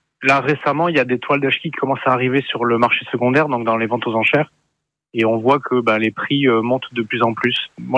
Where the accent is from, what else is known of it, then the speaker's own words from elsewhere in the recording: Biarritz, Nouvelle-Aquitaine, France; Moi, je suis un enfant du pays de Biarritz et moi j'ai grandi avec, dans ma chambre d'enfant et ma chambre d'étudiant